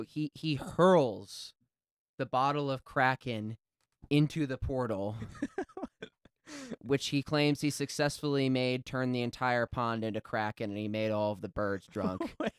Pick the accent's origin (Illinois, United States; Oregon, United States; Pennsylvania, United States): Pennsylvania, United States; Philadelphia; I grew up in Philadelphia, but my mom's side of the family is from rural New England / upstate New York, like way upstate near the Adirondacks.